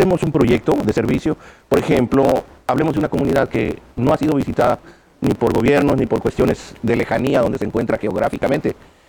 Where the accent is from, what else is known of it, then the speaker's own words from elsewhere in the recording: Chiapa de Corzo, Chiapas, Mexico; en mi club, que es el Chiapa de Corzo, de donde yo vengo.